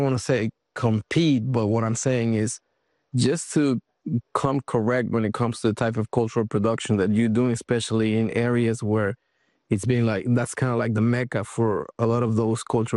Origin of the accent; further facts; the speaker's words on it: Mexico City, Mexico; Yeah, I grew up in Mexico City in the 90s